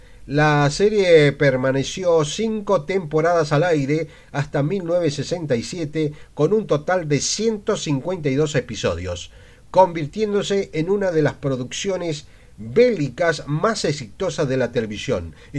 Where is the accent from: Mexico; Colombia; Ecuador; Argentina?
Argentina; somos argentinos